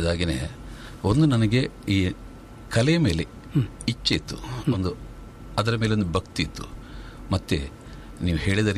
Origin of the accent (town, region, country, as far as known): Hoigebail, Karnataka, India; born or raised there